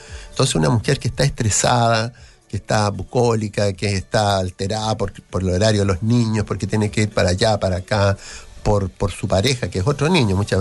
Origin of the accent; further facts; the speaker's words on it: Valparaíso, Chile; Como porteña, ¿ya? Bueno, y lo encuentra en todos lados, en realidad, Bicolon.